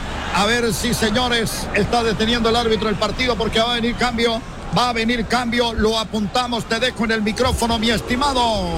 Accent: Ocaña, Norte de Santander, Colombia; now in Guatemala; la ciudad donde yo nací, la población donde yo nací, ajá, que se llama Ocaña, mantiene, se dañan los termómetros, mantiene 19, 20 grados todo el año.

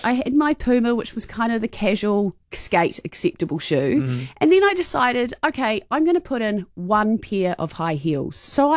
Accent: New Zealand; Or is that just me as a Kiwi?

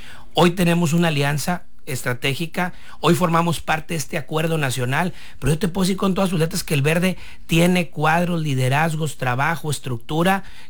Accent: Culiacán, Sinaloa, Mexico; Me crié aquí muy cerquita en el Infonavit CTM, Culiacán. En Culiacán.

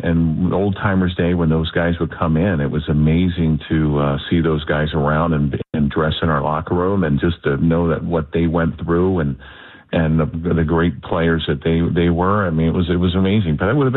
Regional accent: Baltimore, Maryland, United States; I mean, I grew up in Baltimore, so I was an Oriole fan.

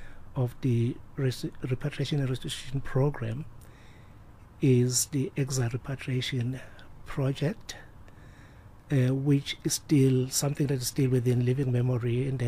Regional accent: Hammarsdale, KwaZulu-Natal, South Africa; also born or lived in Marianhill / Claremont Township; I grew up in Mpumalanga Township, Hammarsdale, and Claremont Township, where I went to school and did matric at Isibongo Sezwe, which is in Mpumalanga, Hammarsdale, and I grew up around the 1980s

